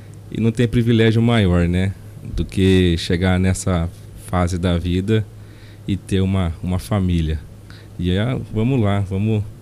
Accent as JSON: {"language": "Portuguese", "town": "Monte Alto", "region": "São Paulo", "country": "Brazil", "tie": "born or raised there", "said": "Eu nasci aqui em Monte Alto, 1995, temos aí 31 anos."}